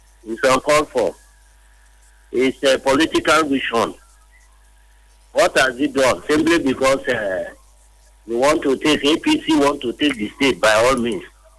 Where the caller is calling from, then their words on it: Okrika, Rivers, Nigeria; I'm from Okrika.